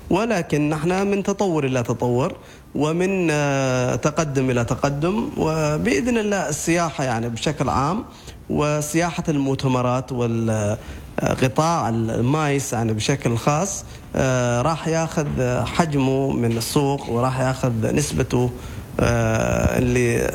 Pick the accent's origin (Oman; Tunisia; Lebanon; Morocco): Oman; نحن كعمانيين